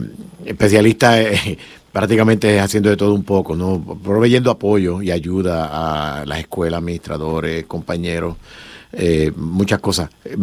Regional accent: Puerto Rico; moved away; yo soy de Puerto Rico, un pequeño pueblo en las montañas que se llama Morovis, Puerto Rico.

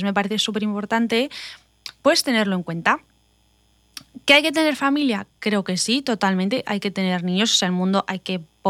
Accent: Spain; moved away as an adult; now in United States; Y nosotros en España, bueno, yo soy española

